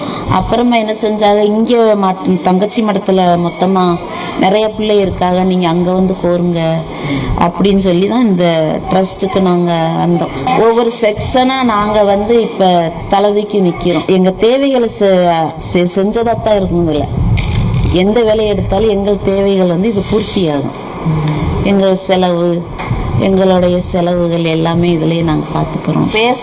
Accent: Tamil Nadu, India; born or raised there

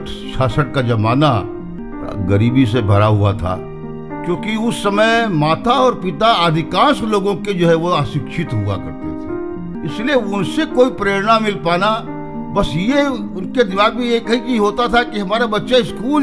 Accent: Bahraich district, Uttar Pradesh, India; वैसे मेरा मूल निवास बहराइच जिले में विश्वनगर के निकट एक गाँव पाठकुरवा में है। मैं ग्रामीण अंचल से जुड़ा हुआ हूँ। मेरी पैदाइश पाठकुरवा में ही हुई, और वहीं से हमने अपनी प्राथमिक शिक्षा प्राप्त की।

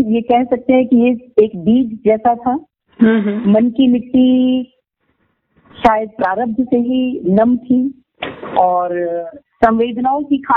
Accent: Panipat, Haryana, India; born there; also born or lived in Chandigarh; मेरा जन्म आरती जी चंडीगढ़ में हुआ। मेरे पेरेंट्स पंजाब से सरोकार रखते थे और फादर अपनी नौकरी के चलते हरियाणा में रहे। तो मेरी सारी शिक्षा हरियाणा से ही है जी, स्कूल है, कॉलेज है, ये पानीपत में हुआ

